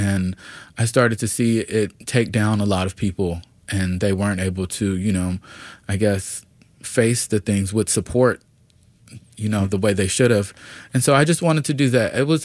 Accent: Atlanta, Georgia, United States; I'm from Atlanta, Georgia.

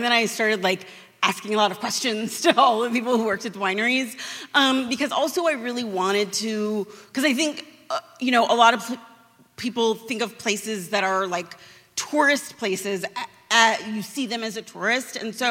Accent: California, United States; but also I grew up in California, so I'm always confused when people ask me questions

